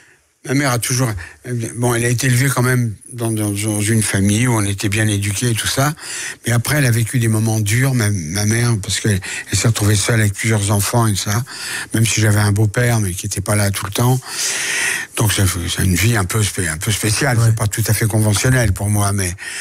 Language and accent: French; France; born there; je suis né en France avec elle.